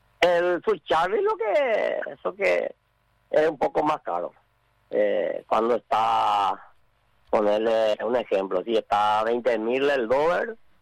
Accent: Areguá, Central, Paraguay; Yo soy de Estanzuela, Areguá.

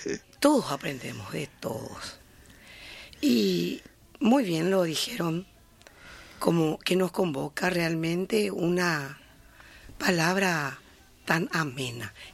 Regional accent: Puerto Pinasco, Presidente Hayes, Paraguay; born there; Yo nací en el Chaco. Yo nací en el Chaco, en Puerto Pinaco, en la cuna de la amistad.

